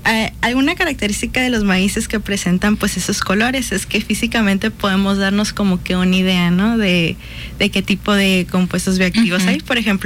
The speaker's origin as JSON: {"language": "Spanish", "country": "Mexico", "said": "hablando de nosotros como mexicanos, porque es parte de nuestra identidad"}